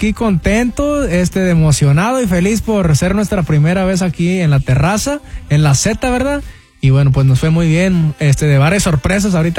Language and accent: Spanish; Houston, Texas, United States; born there; Bueno, yo soy nacido y radicamos ahí en Houston, Texas, pero traigo de descendencia y raíces mexicanas de, para ser exacto, Veracruz, México.